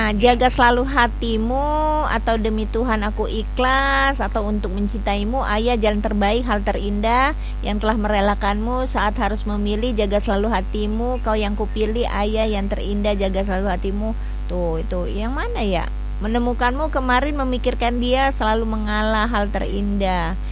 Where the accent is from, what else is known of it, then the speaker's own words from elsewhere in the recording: Palembang, South Sumatra, Indonesia; born there; now in Indramayu, Indonesia; Contoh saya tuh dari tahun 95 ada di Indramayu ya. Tapi walaupun sempat pulang ke tanah kelahirannya aku di Palembang, tapi aku tetap balik lagi ke sini gitu ya. Dan kayaknya sih naga-naganya tuh aku jadi penduduk sini juga pada akhirnya.